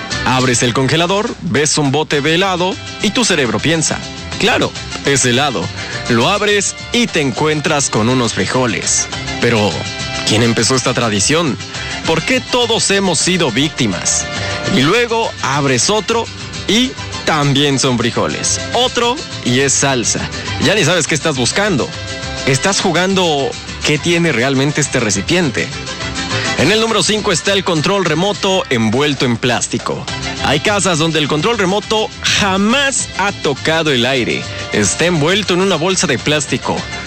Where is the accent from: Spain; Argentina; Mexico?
Mexico; Simplemente nacimos mexicanos